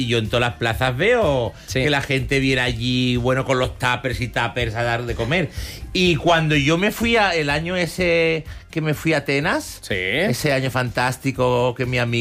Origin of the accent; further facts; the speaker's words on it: Menorca, Balearic Islands, Spain; Yo soy de Menorca, de pueblo.